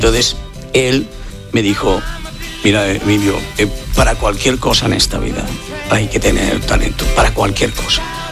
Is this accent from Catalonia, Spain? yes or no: yes; Barcelona, Catalonia, Spain; Como españoles, como catalanes, como de Barcelona